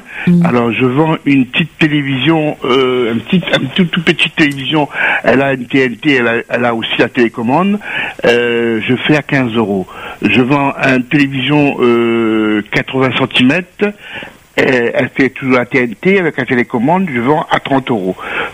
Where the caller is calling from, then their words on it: Saint-Pierre, Réunion; Je suis sur Saint-Pierre.